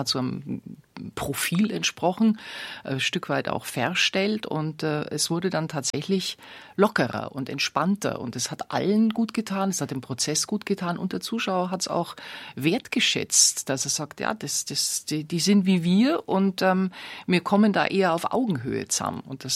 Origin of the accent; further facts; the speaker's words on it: Bavaria, Germany; accent: leichter bayerischer Klang (light Bavarian); Du bleibst dir selber treu, natürlich, mit einem leichten bayerischen Klang.